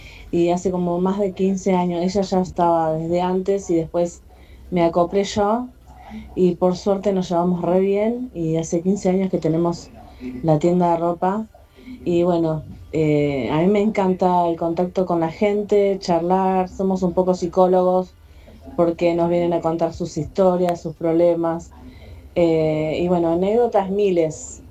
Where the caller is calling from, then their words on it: Merlo, Buenos Aires Province, Argentina; de Merlo.